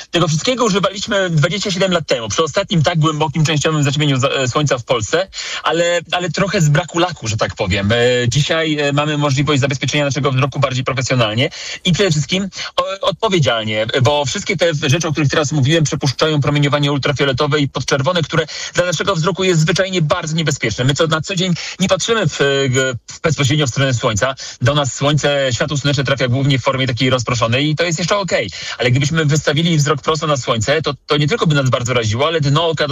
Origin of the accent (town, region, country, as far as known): Warsaw, Masovian Voivodeship, Poland